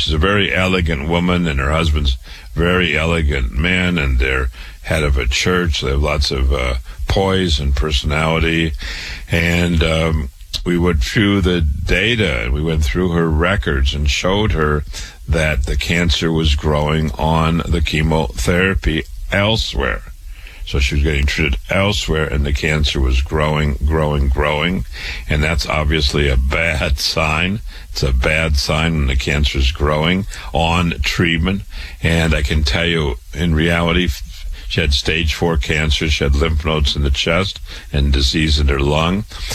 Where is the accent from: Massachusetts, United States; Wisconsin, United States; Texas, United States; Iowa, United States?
Iowa, United States; Waterloo; I was born and raised in Waterloo, Iowa.